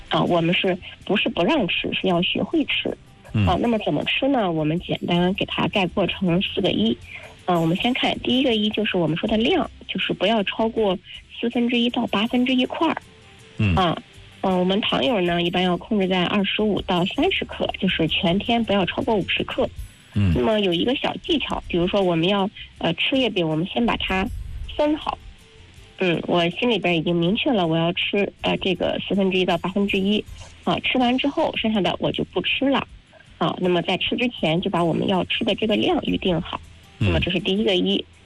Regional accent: China; 其实中秋节呀，是我们中国人民的一个大节

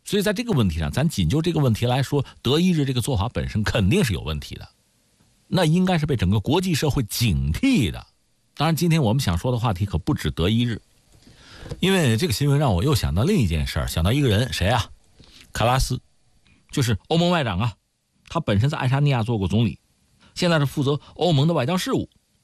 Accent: China; 我们中国人

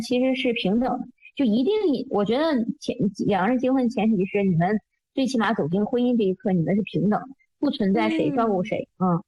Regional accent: Dalian, Liaoning, China; 因为我是东北人嘛，我是那个辽宁大连

